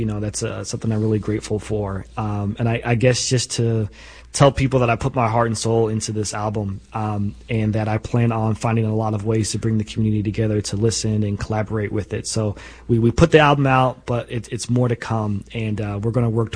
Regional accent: Kansas City, Missouri, United States; also born or lived in Brooklyn, New York / Chicago; But I mean, I moved here when I was like 2 years old, you know what I mean? So Kansas City has always been the main aspect of the city that raised me.

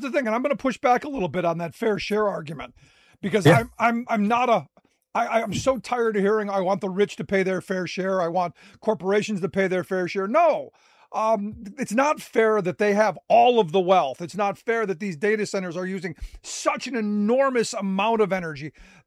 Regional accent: Cleveland, Ohio, United States; born or raised there

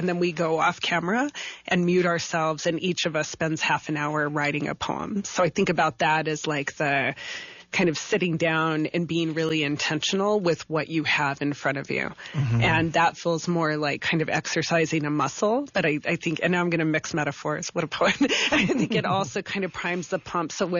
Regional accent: Deming, New Mexico, United States; So I grew up in Deming, mm-hmm. And just 30 miles north of that border.

